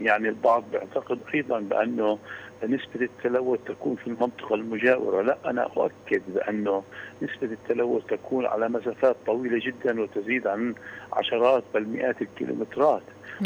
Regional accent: Palestine; كفلسطينيين

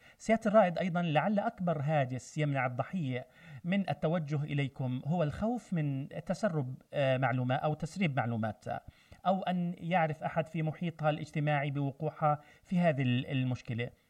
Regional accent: Palestine; ولكن علينا إحنا كمجتمع فلسطيني وكعرب إنه إحنا نكون حذرين، لأن المتربص أو المتربص فينا كمجتمع فلسطيني

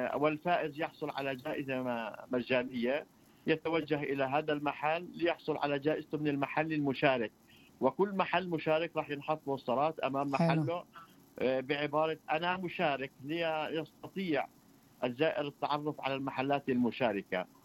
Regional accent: Nablus, West Bank, Palestine; في خان الوكالة عندنا في نابلس

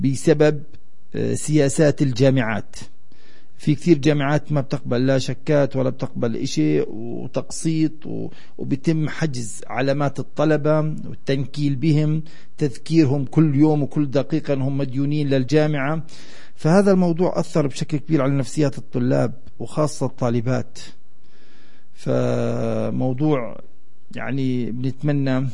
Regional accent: Bethlehem, West Bank, Palestine; التجهيزات الدفاع المدني عندنا في بيت لحم يعني وباقي أيضا المحافظات الفلسطينية

